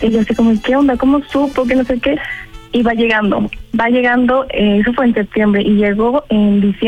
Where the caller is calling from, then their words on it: Puebla, Mexico; soy de Puebla y tengo 27 años.